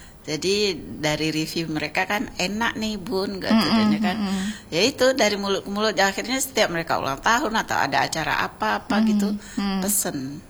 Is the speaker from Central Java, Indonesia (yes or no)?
no; West Sumatra, Indonesia; Mama yang bundo itu karena dia kawan-kawannya kuliah dulu kan, saya orang Minang.